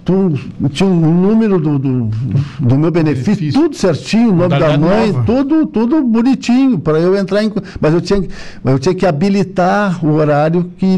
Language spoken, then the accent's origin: Portuguese; Araranguá, Santa Catarina, Brazil; Eu sou de Araranguá, 48.